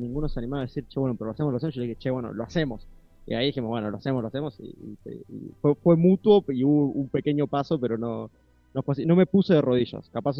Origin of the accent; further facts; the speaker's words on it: Paraná, Entre Ríos, Argentina; also born or lived in Córdoba; Yo soy cordobés, nací acá en Córdoba, pero viví toda mi vida en Paraná, Entre Ríos.